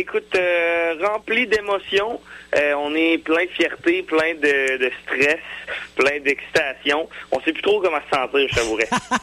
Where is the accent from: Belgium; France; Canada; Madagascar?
Canada; Quebec; à cause qu'on est Québécois.